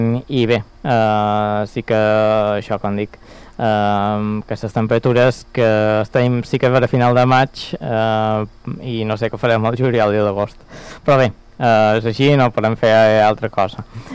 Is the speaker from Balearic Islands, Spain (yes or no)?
yes; Mallorca, Balearic Islands, Spain; som mallorquins, som d'aquí